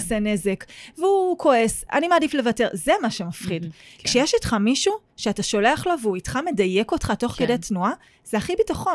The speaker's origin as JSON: {"language": "Hebrew", "town": "Ashkelon", "region": "Southern District", "country": "Israel", "tie": "born or raised there", "said": "אני מגיעה מבית דתי, 6 שנים ראשונות יסודי, למדתי בבית ספר חילוני, בית ספר אומניות, באשקלון, היחידה מבין האחים שלי"}